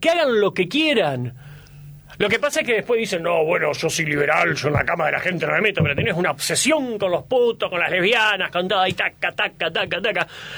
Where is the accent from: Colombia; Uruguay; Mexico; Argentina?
Argentina; ¿Acá somos todos argentinos?